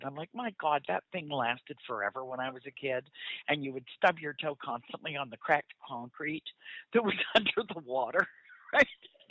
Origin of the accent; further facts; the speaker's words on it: Vancouver, British Columbia, Canada; I grew up on Kit's pool because I grew up in Kit's.